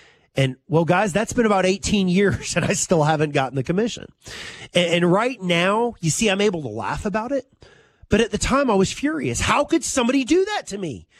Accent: Winston-Salem, North Carolina, United States; You know, I grew up in Winston-Salem here and all of that, had a good family and this, that, and the other.

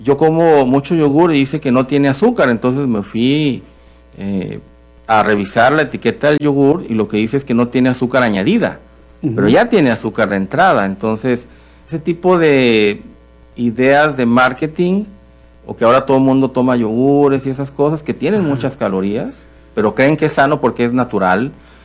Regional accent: Mexico

